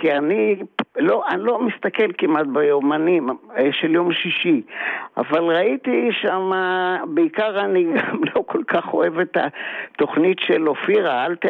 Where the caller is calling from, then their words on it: Tel Aviv, Tel Aviv District, Israel; מתל אביב.